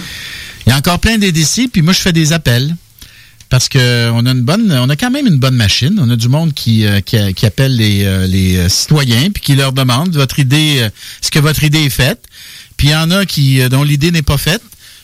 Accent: Quebec, Canada; Moi, je suis un fier Québécois.

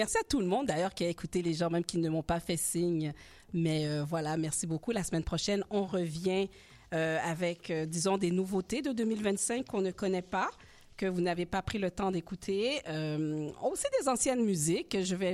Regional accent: Montreal, Quebec, Canada; born there; Moi, je suis née ici à Montréal, donc je me permets de le dire, je suis québécoise.

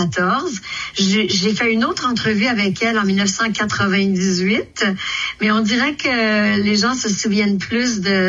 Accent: Quebec City, Quebec, Canada; en septembre à Québec, ma ville natale

